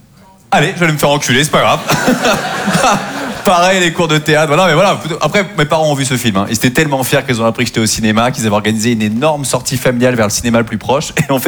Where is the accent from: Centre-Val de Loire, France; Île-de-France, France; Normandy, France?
Normandy, France